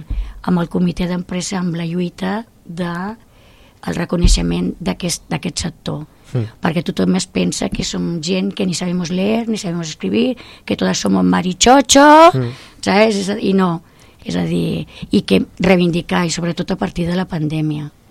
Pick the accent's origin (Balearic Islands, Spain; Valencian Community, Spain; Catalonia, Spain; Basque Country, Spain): Catalonia, Spain; El Prat de Llobregat; born there; Jo sóc nascuda al Prat de Llobregat. I el Prat de Llobregat ara és tota una ciutat i és molt emblemàtica.